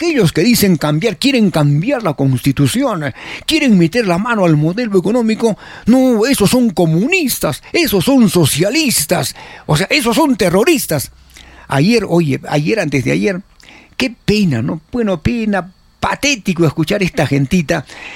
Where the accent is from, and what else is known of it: Peru